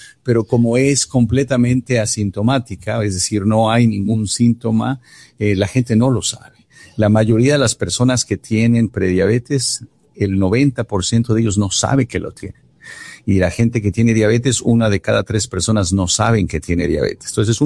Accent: Mexico; Hugo Sánchez nació en el barrio donde yo crecí en México.

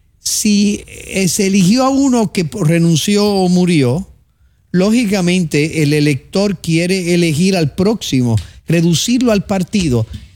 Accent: Puerto Rico; los retos que tenemos como sociedad puertorriqueña

